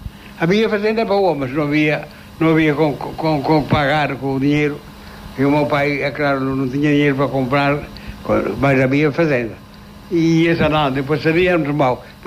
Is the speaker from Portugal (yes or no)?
yes; Figueiredo, Portugal; born there; quando nasci em Figueiredo